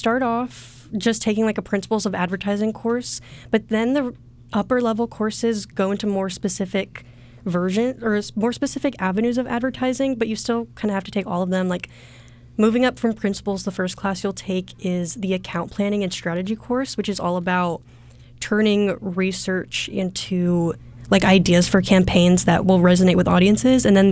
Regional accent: Columbia, South Carolina, United States; I'm from Columbia, South Carolina, and I'm a senior advertising major here at the University of South Carolina.

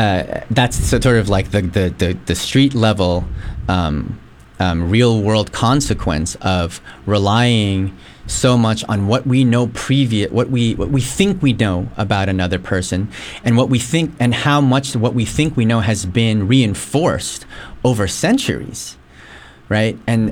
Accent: Philippines; I'm Filipino, right? And so I'm Asian

